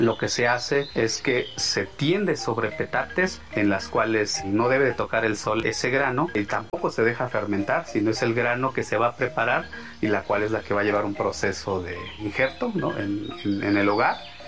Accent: Tanetze de Zaragoza, Oaxaca, Mexico; provengo de la comunidad de Tanets de Zaragoza, el lugar y en donde producimos y vivimos con el café.

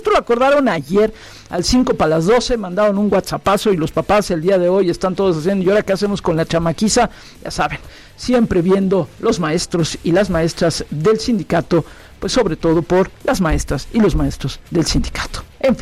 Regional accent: Mexico City, Mexico; yo nací aquí en México, aquí en la Ciudad de México, en el Paseo de la Reforma, había un hospital, ahí nací, hace ya 59 años de edad.

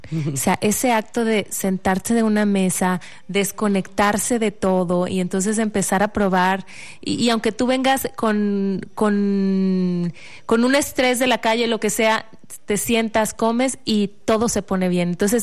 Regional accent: Comalcalco, Tabasco, Mexico; now in Mexico City, Mexico; Siempre la cocina tabasqueña es inspiración, es mi raíz, es donde yo crecí, donde yo comí todos los primeros años de mi vida

